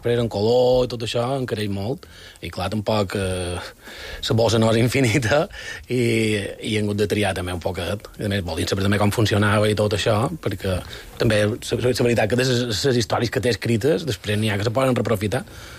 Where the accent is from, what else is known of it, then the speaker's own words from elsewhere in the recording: Campanet, Balearic Islands, Spain; Sí, perquè jo som de Campanet.